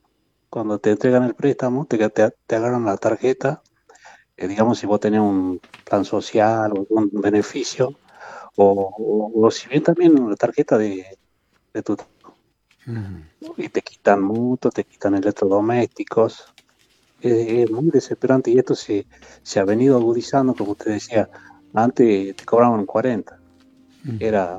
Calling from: Tucumán, Argentina; de Tucumán.

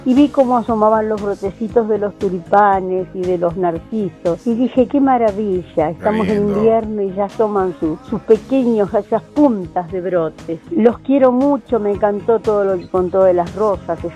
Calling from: San Carlos de Bariloche, Río Negro, Argentina; vivo en Bariloche

